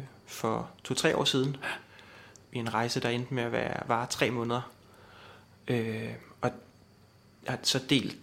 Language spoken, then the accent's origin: Danish; Helsingør, Capital Region of Denmark, Denmark; moved away; Helsingør, hvor jeg kommer fra.